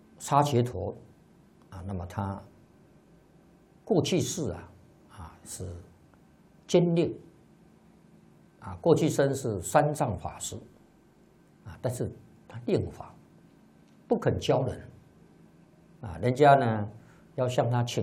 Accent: China; 那么在我们中国人的习惯来讲啊

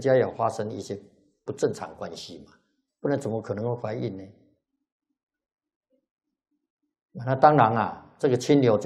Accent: China; 所以出家人啊，我们中国人啊说沙门啊。

